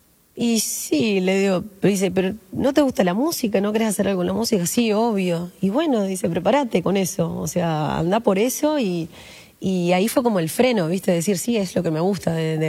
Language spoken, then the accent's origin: Spanish; Minas, Lavalleja, Uruguay; moved away as an adult; yo soy de Minas, sí.